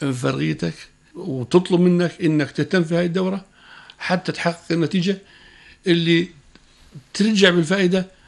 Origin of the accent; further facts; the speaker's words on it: Jordan; لأني أردني